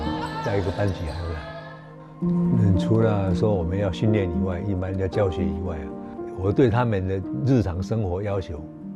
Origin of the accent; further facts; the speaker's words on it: Yilan County, Taiwan; born there; 我出生在宜兰的农家